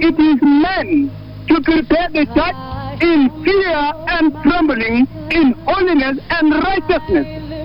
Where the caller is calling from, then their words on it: Washington, United States; I am calling you from Washington, main altar.